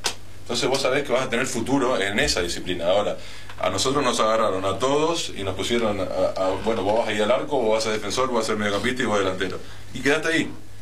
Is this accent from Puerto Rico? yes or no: no; Argentina